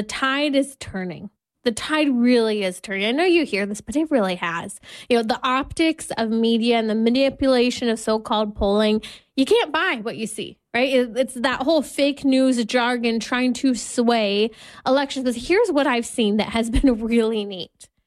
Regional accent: California, United States; I'm a native Californian. I've seen, even since my childhood, the change in my home state

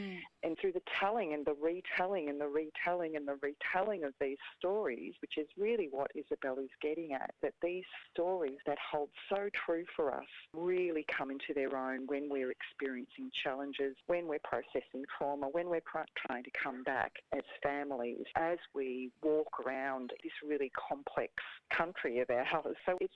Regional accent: Victoria, Australia; moved away as an adult; now in Melbourne, Australia; I'm a Yorta Yorta Gunno Kurnai woman. I grew up on Yorta Yorta country, up there in northeast Victoria, in inland freshwater country.

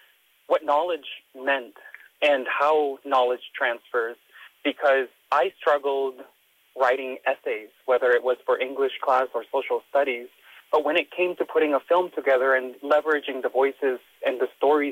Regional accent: Kodiak, Alaska, United States; born there; also born or lived in Laoag City, Philippines; I did grow up in Kodiak when I moved directly from Lawag City, Philippines, when I was about 8 years old. And that would have been in 2009.

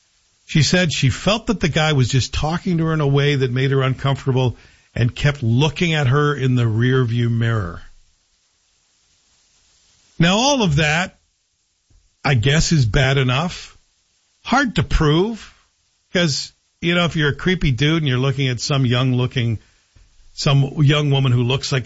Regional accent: Canada; I was proud to see a fellow Canadian

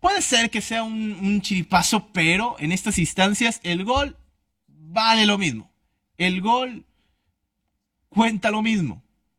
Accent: Mexico; now in Pesquería, Mexico; Sí vivo en pesquería, pero no soy coreano. Hay muchísimos coreanos ahí, pero no, yo soy mexicano.

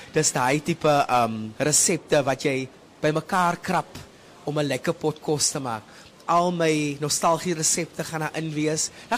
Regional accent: Grabouw, Western Cape, South Africa; moved away; Dis my hartsplek hierso. Ek is 'n boerling van die Grabouw wêreld en dit is 'n full circle moment nou vir my om terug te wees in my geboortedorp.

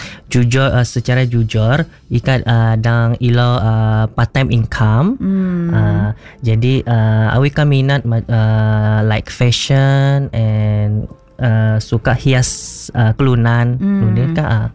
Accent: Marudi, Sarawak, Malaysia; Aku asal dari Marudi Long Ati Baram.

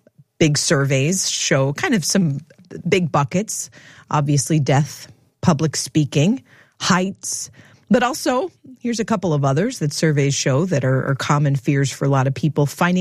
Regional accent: Midwest, United States; I grew up in the Midwest, so tornadoes were the thing that...

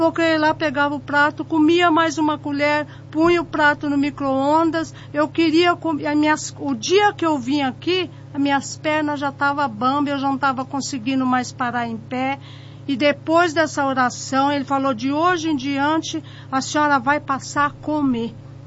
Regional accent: Novo Oriente, Ceará, Brazil; Eu vim do Novo Oriente.

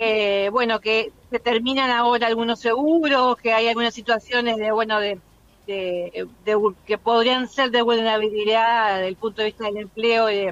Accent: Colonia, Uruguay; nos vamos a Colonia, en nuestro departamento

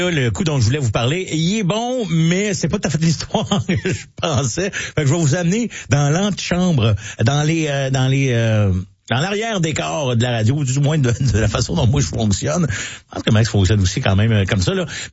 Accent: Mont-Saint-Hilaire, Quebec, Canada; Moi, je viens de Saint-Hilaire, puis en face de la polyvalente, t'as la montagne de Mont-Saint-Hilaire, puis t'as une paroi rocheuse.

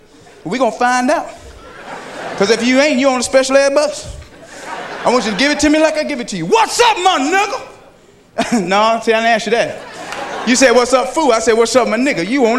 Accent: Atlanta, Georgia, United States; I'm from Atlanta, Georgia

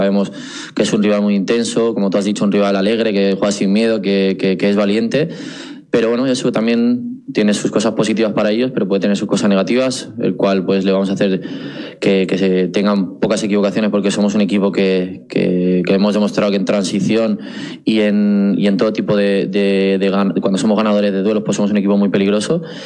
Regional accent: Catalonia, Spain; born or raised there; moved away as an adult

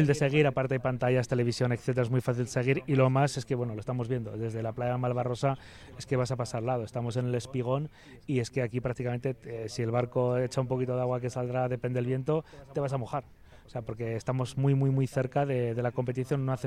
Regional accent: Aragon, Spain; now in Valencian Community, Spain; la Comunidad Valenciana, que ya sabes que vivo aquí y soy un poco, aunque no soy de aquí, soy maño, pero ya llevo más años aquí que en mi tierra.

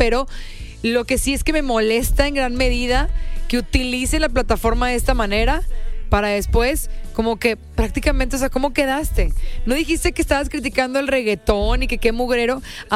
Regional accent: Mexico; como buenos mexicanos, quiero pensar que nos inspiramos

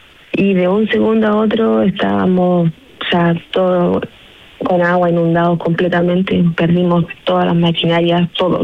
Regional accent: Talca, Maule, Chile; now in Ovalle, Chile; nosotros no somos de aquí, somos del sur. ¿De dónde? Somos de Talca, llegamos hace 3 años aquí a Ovalle.

